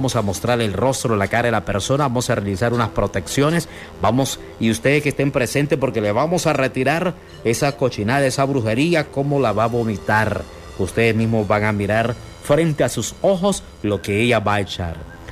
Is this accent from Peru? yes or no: yes; Peru; now in Honduras; Porque somos de Perú y hay palabras que todavía no las entendemos cómo se habla, cómo se pronuncian aquí en Honduras.